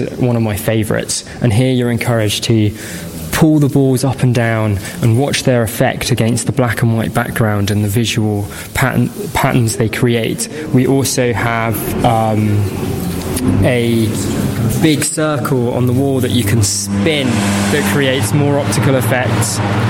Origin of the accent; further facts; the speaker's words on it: Cambridge, East of England, United Kingdom; I grew up in Cambridge